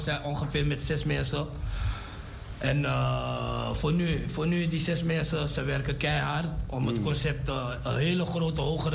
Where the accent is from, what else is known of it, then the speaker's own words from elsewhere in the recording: Amsterdam, North Holland, Netherlands; we komen van Amsterdam, dus dan ken je het wel.